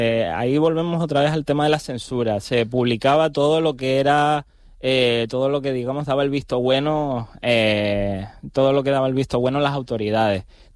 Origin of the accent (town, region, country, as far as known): Canary Islands, Spain; accent: Canarian